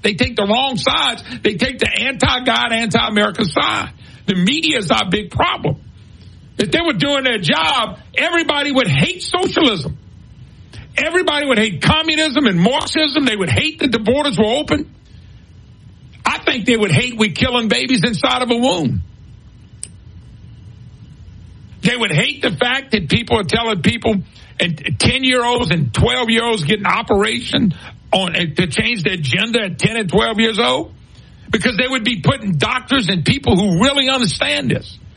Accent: Plaquemine, Louisiana, United States; also born or lived in Baton Rouge; Well, I'm from the Plaquemine, Baton Rouge area. I tell people originally from Plaquemine. Finished school up here in Baton Rouge.

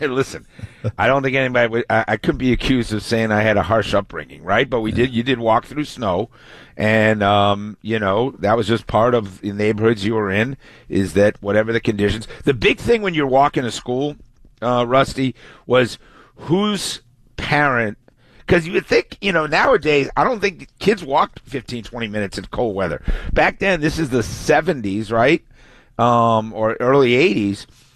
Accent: Newton, Massachusetts, United States; I grew up in Newton Center. So, Newton Center. You know, kind of a sleepy, sleepy suburb about, 20 minutes from downtown Boston. Typical kind of, you know, northeast suburban, great public schools.

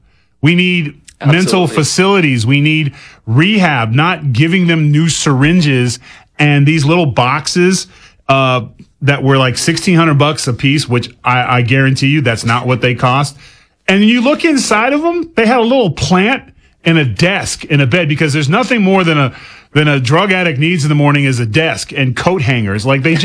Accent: California, United States; born or raised there

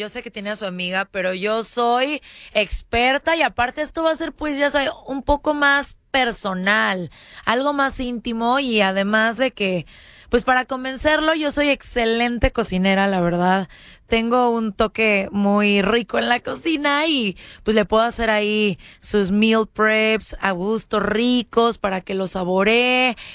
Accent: Mexico; now in United States; Yo soy mexicana, mucha honra, puro Latino power. Y como me acabo de mover aquí a Estados Unidos

